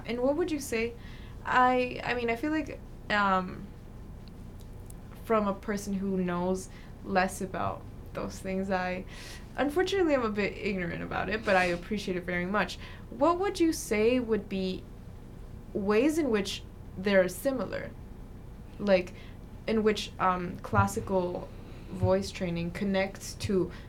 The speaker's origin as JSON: {"language": "English", "region": "Mexico City", "country": "Mexico", "tie": "born or raised there", "said": "I am originally from Mexico City. I've lived there my whole life."}